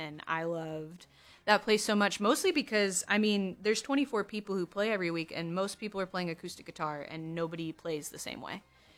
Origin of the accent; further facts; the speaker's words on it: Texas, United States; also born or lived in Dallas area; I grew up outside of Houston.